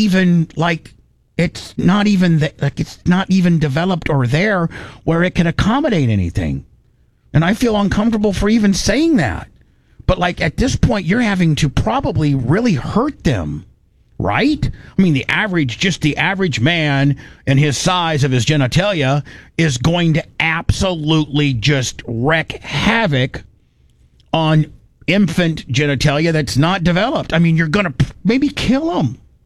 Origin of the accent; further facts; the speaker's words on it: Louisiana, United States; Man, I'm from Louisiana.